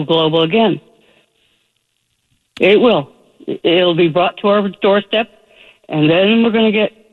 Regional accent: Corona, California, United States; born there; now in Massachusetts, United States; I was born in Corona, California.

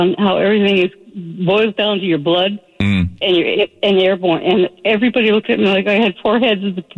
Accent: Corona, California, United States; born there; now in Massachusetts, United States; I was born in Corona, California.

